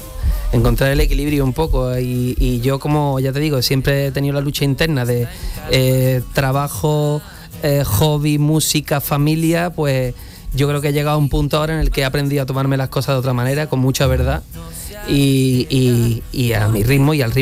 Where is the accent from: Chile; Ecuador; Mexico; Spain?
Spain; El Puerto de Santa María, Andalusia; porque yo soy también del puerto de Santa María, yo soy de Cádiz